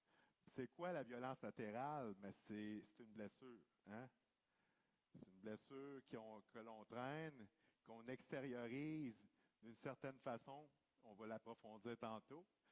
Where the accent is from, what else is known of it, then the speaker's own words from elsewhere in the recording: Quebec, Canada; also born or lived in Obedjiwan, Quebec; Je suis originaire du Nidaskinan. Je suis enregistré également dans une communauté qui s'appelle Obidjouan, ma communauté d'origine. La plupart de ma famille vient de là.